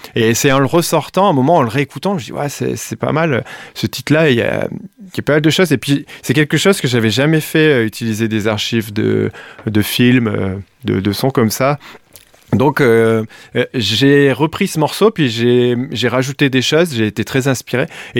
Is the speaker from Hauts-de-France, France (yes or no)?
yes; Douai, Hauts-de-France, France; Oui, moi, je suis de Douai, et puis je suis vraiment pas loin.